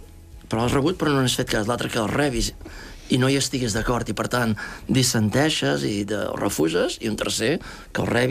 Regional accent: Arenys de Mar, Catalonia, Spain; Sí, és el Maresme, sí. És Arenys de Mar, que és el darrer poble del Bisbat de Girona.

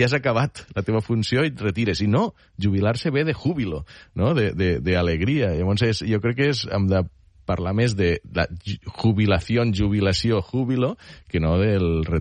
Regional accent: Catalonia, Spain; Aquí, d'alguna forma, penso que jo soc de les Terres de l'Ebre.

